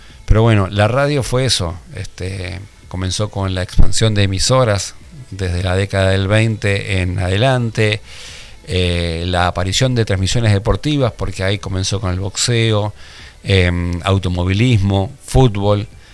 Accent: Buenos Aires, Argentina; Obviamente todos se dan cuenta que soy de Buenos Aires y mis mañanas eran de Radio Rivadavia.

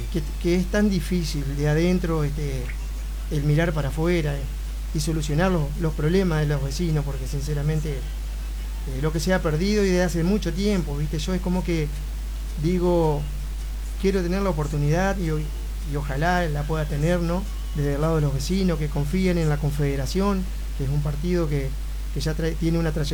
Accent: Concordia, Entre Ríos, Argentina; como concordiense y vecino de mi ciudad

